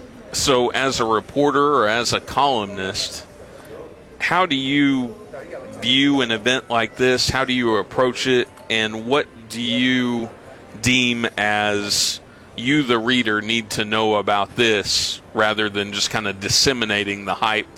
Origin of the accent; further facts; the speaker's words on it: Tecumseh, Oklahoma, United States; close to where I grew up in Tecumseh.